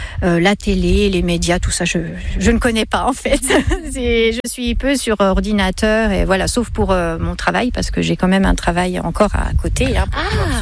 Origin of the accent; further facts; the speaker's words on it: Bourgogne-Franche-Comté, France; born there; now in Trémonzey, France; Alors moi, je suis née en Bourgogne.